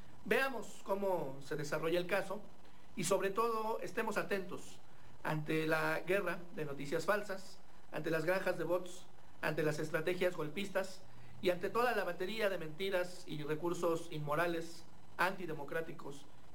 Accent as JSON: {"language": "Spanish", "country": "Mexico"}